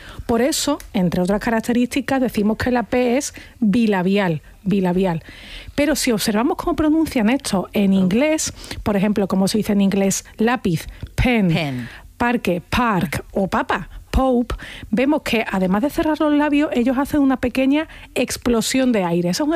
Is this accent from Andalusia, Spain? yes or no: yes; Andalusia, Spain; accent: Andalusian; Para mí, como andaluza, pues las consonantes que están al final de sílaba tienden a no decirse o a modificarse.